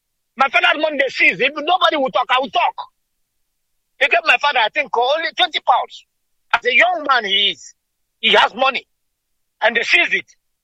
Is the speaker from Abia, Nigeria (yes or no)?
yes; Abia, Nigeria; moved away; I'm from Ami Korongu Uzakol in Ben, the local government area of Abia State.